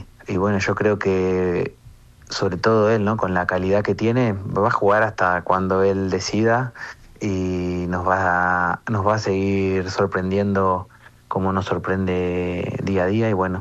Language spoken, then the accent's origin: Spanish; Argentina; moved away as an adult; now in Brazil; somos cuatro argentinos que vamos a estar seguramente ahí